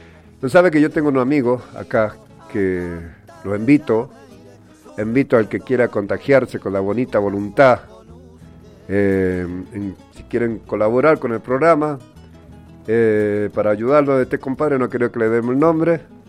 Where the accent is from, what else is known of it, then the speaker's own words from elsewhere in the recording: San Juan, Argentina; moved away; desde mis pagos, desde mi San Juan, mi tierra querida.